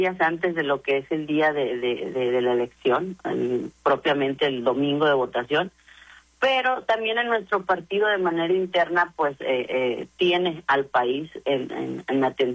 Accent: Ahome, Sinaloa, Mexico; born or raised there

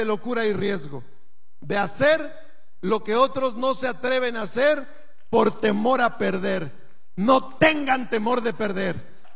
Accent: Durango, Mexico; somos duranguenses de una sola pieza

